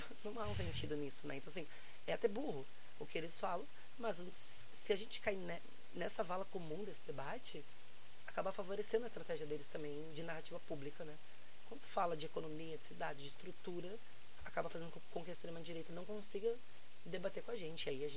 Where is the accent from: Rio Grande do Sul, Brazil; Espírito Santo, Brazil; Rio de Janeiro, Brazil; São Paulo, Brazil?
Rio Grande do Sul, Brazil; Novo Hamburgo; now in Porto Alegre, Brazil; comecei minha militância política desde os 13 anos de idade em Novo Hamburgo, né? Porque é a cidade onde eu fui criada. Eu moro há quase 8 anos em Porto Alegre